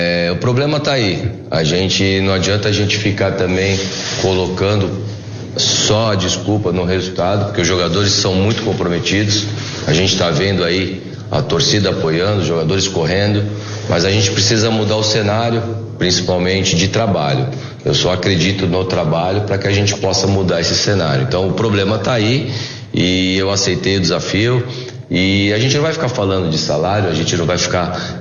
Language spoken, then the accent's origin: Portuguese; São Paulo, Brazil; Cara, eu sou aqui de São Paulo, né?